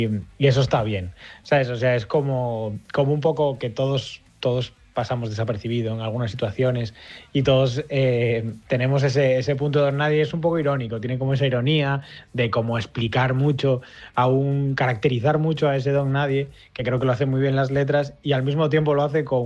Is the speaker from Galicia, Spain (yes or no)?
yes; A Coruña, Galicia, Spain; now in Madrid, Spain; Tanto Kik como yo somos de Coruña y coincide que Micho, la bajista de … son de allí.